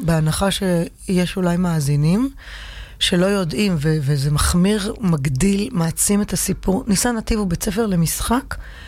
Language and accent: Hebrew; Tel Aviv, Tel Aviv District, Israel